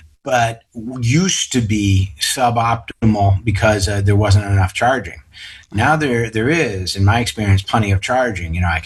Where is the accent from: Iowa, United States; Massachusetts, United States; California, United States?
Massachusetts, United States; Wayland; now in Concord, United States; when I was growing up in Wayland